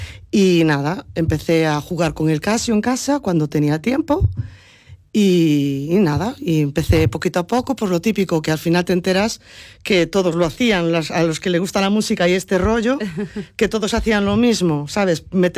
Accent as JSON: {"language": "Spanish", "town": "Cudeiro", "region": "Galicia", "country": "Spain", "said": "Sí, yo soy de Cudeiro."}